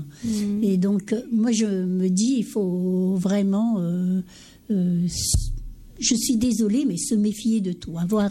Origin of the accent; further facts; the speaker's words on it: Madagascar; now in France; notre pays à Madagascar, mais nous aussi on est malgache, mais on vit en France